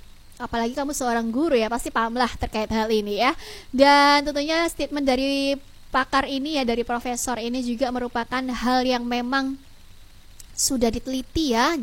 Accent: Lamongan, East Java, Indonesia; kita ya, warga Lamongan

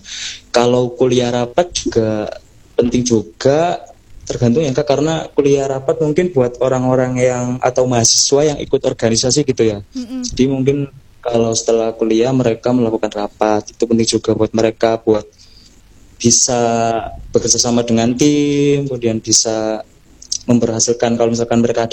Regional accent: Laren, East Java, Indonesia

